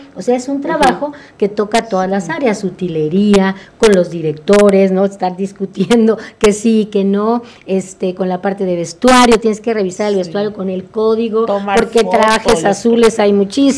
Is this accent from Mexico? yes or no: yes; Campeche, Mexico